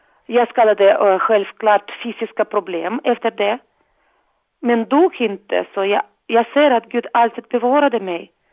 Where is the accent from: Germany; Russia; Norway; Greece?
Russia; Swedish is a second language; now in Sweden; Från Ryssland.